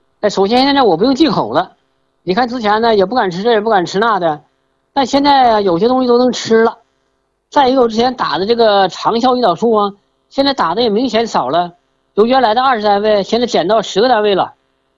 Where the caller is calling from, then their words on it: Songyuan, Jilin, China; 哎，我是吉林松原的老朋友了，您的老粉丝了。